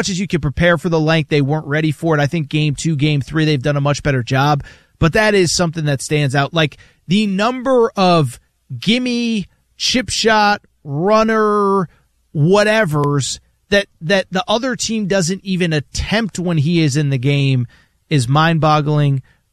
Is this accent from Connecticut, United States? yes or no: yes; Connecticut, United States; growing up in Connecticut, we watch basketball.